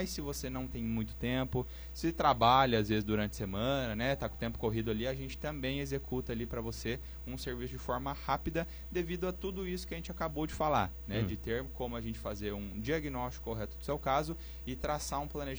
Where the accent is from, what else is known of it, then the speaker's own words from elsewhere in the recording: Pindamonhangaba, São Paulo, Brazil; eu sou de Moreira César, eu moro lá